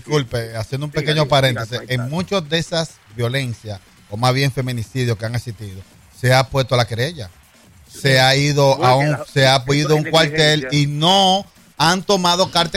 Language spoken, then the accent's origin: Spanish; Dominican Republic; nosotros apenas como dominicanos somos 10 millones de dominicanos.